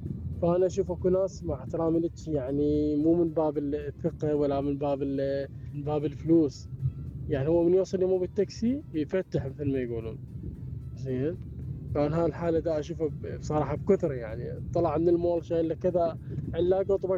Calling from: Baghdad Governorate, Iraq; قياسا بالازدحامات اللي موجوده عندنا في بغداد،

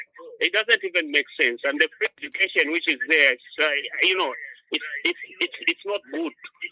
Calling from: Chilanga, Lusaka Province, Zambia; I'm calling you from Shilanga.

